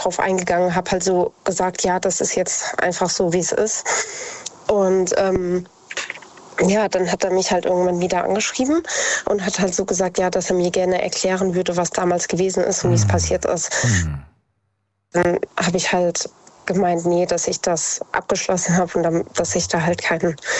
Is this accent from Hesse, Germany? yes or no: yes; Idstein, Hesse, Germany; born or raised there